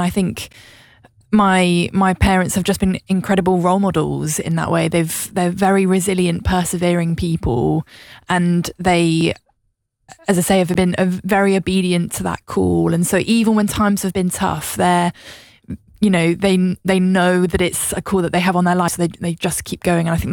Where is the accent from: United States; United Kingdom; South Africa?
United Kingdom; South West England; So I grew up in West Wiltshire, so in the southwest, and my dad's family … have been in the kind of same area, same kind of village for like 300, 400 years.